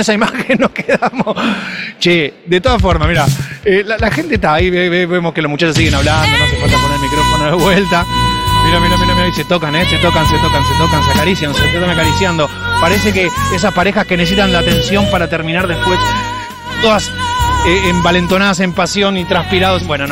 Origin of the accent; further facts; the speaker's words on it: Argentina; Somos todos argentinos.